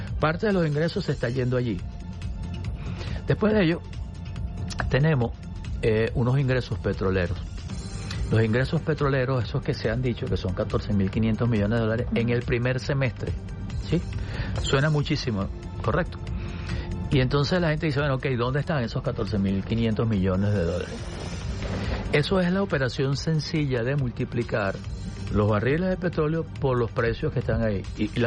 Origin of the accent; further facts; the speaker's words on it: Venezuela; es que yo como venezolano lo siento en mi bolsillo